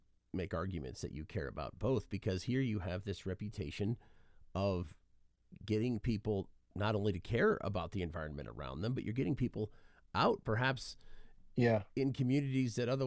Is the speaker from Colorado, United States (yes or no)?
yes; Colorado, United States; Well, I grew up in Colorado and we were always just bait fishing for trout for food.